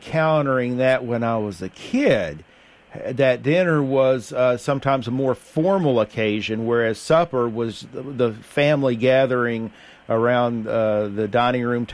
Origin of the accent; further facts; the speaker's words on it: Bell County, Kentucky, United States; here in Kentucky, where, I was born and raised down in the mountains. Down there in Bell County